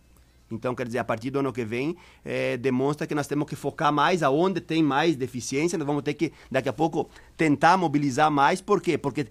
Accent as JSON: {"language": "Portuguese", "town": "São João da Urtiga", "region": "Rio Grande do Sul", "country": "Brazil", "tie": "born or raised there", "said": "Vou pegar a minha terra agora, São João da Ortiga, que é bem menor do que Sananduva, bem menor"}